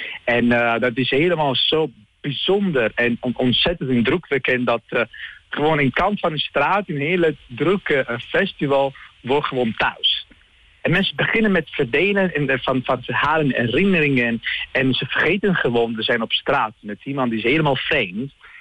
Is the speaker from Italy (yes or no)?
yes; Italy; Dutch is a second language; now in Netherlands; Voor mij, ik kom zelf uit Italië. Ik ben niet Nederlands, ik ben Italiaans zelf.